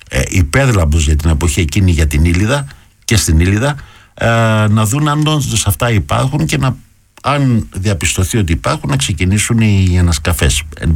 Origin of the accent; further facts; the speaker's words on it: Patras, Western Greece, Greece; επειδή έχω και μια ευαισθησία, γιατί κατάγομαι από την Αγγλικάδα, εκεί μένει και η μάνα μάλωστε και συγγενής μου